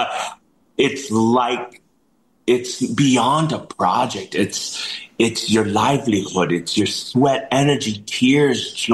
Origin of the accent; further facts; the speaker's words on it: Hilo, Hawaii, United States; also born or lived in Kona, Hawaii; now in Maui, United States; Hilo, my hometown, is drenched, rainy, moldy, right? And Hilo's the capital of hula, Mary Mauna Kula Festival.